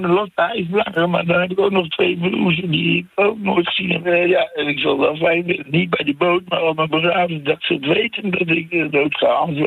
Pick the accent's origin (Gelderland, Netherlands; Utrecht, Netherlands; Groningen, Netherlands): Groningen, Netherlands; born or raised there; also born or lived in Friesland; now in The Hague, Netherlands